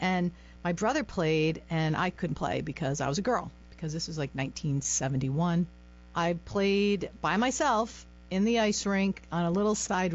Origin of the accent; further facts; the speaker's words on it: Cranston, Rhode Island, United States; I grew up in Cranston, Rhode Island